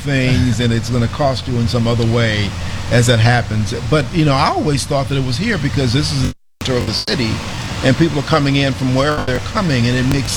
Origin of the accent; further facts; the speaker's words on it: Chicago, Illinois, United States; I'm a Chicagoan